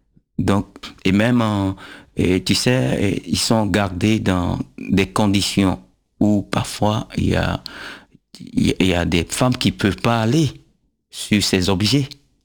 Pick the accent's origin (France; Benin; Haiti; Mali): Benin; Abomey, Zou; born there; Déjà, tu sais que je suis né à Boumé, la terre d'Aboumé, la latérite, j'avais travaillé la latérite, mais jamais l'argile.